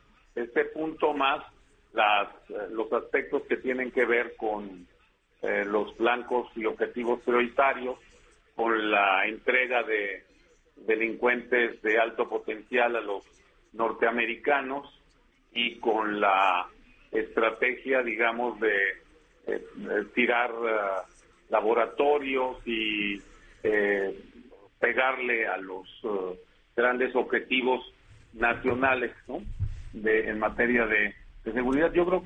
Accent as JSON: {"language": "Spanish", "region": "Zacatecas", "country": "Mexico", "moved": "yes", "said": "lo que pasó allá en mi tierra, Zacatecas"}